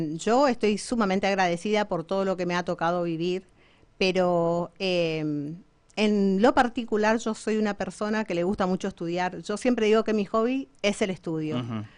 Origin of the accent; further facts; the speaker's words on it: Formosa, Argentina; moved away as an adult